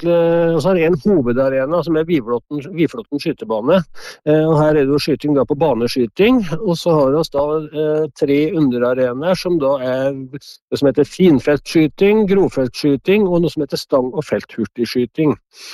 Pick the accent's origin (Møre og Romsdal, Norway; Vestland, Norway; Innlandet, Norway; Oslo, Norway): Innlandet, Norway; det I hjemkommunen min, og jeg synes at dette arrangementet her utrolig viktig for både Lesja-bygde, for Dovre-bygde og for hele regionen.